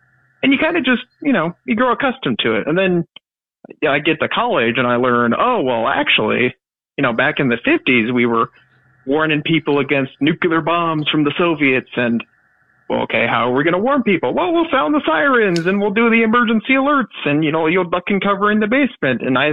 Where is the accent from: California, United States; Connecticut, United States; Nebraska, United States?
Nebraska, United States; Big Springs; now in Kearney, United States; So I'm originally from Big Springs, Nebraska.